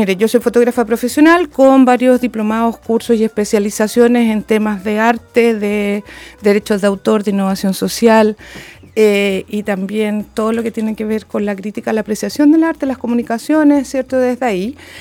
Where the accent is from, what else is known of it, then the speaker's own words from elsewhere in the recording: Puerto Montt, Los Lagos, Chile; nací y criada en Puerto Montt